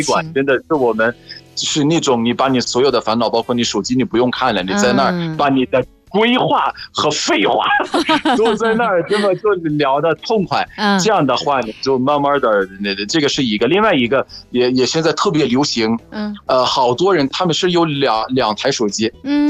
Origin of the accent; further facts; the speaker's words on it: Egypt; Chinese is a second language; ，拜拜。